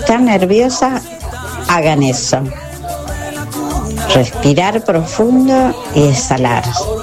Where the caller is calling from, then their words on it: Lomas de Zamora, Buenos Aires Province, Argentina; de Loma Zamora